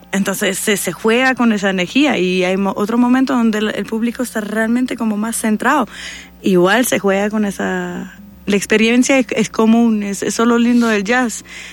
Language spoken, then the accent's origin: Spanish; Montreal, Quebec, Canada; porque yo soy de Montreal, de la parte francófona de Canadá